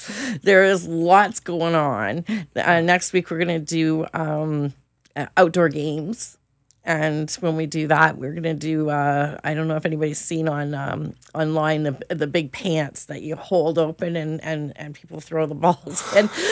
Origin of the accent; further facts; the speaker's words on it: Windsor, Ontario, Canada; moved away; I am from Windsor